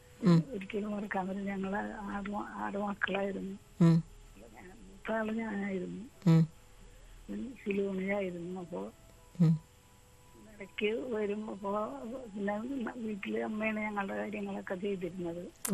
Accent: Kodungallur, Kerala, India; born there; now in Angamaly, India; കൊടുങ്ങല്ലൂരാണ് ഞാൻ ജനിച്ച സ്ഥലം.

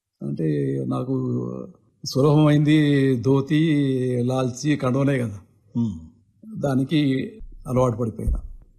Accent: Telangana, India; born there; moved away as an adult; అక్కడ మా ఊరేమో మహాముత్తాల, మధ్యలో కరీంనగర్.

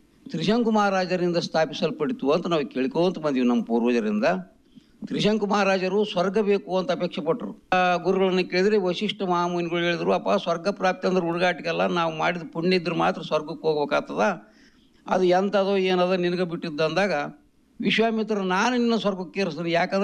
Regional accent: Manaslapura, Karnataka, India; ಎಲ್ಲರೂ ಕೂಡ ಸೇವೆ ಮಾಡಿಕೊಂಡು ಸುಖದಿಂದ ಬಾಳ್ಕೊಂಡೀವಿ ನಮ್ಮ ಗ್ರಾಮದಲ್ಲಿ.

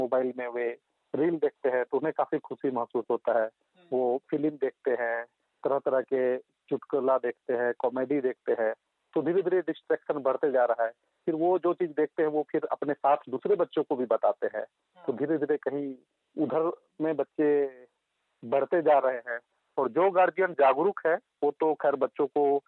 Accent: Pandrasali, Jharkhand, India; also born or lived in Bihar; और मैं पंद्रह साली गाँव जो की मंझारी प्रखंड में है, मैं यहाँ का निवासी हूँ।

